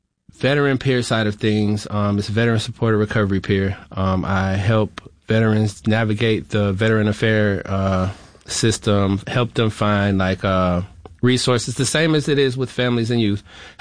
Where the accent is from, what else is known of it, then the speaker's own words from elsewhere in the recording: Florida, United States; You know, I was raised in Florida.